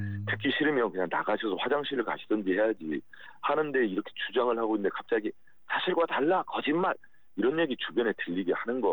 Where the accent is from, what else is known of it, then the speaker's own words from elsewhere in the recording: North Jeolla, South Korea; 저도 전북 출신입니다만은